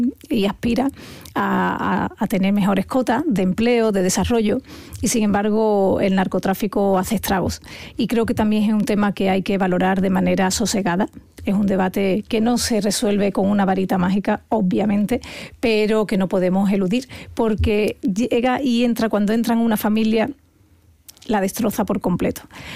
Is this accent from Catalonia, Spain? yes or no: no; Andalusia, Spain; como andaluza que soy.